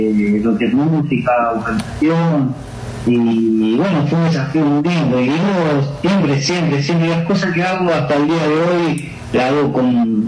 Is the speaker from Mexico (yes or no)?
no; La Matanza, Buenos Aires Province, Argentina; Nací en La Matanza, de Misterio Castanova.